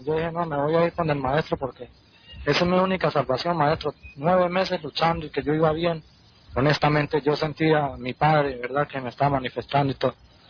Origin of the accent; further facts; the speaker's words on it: Ecuador; viene de muy lejos, venimos del Ecuador, a pesar de traer el poco dinero que traemos